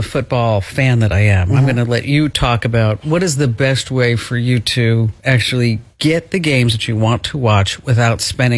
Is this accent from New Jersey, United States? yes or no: yes; New Jersey, United States; I'm from New Jersey.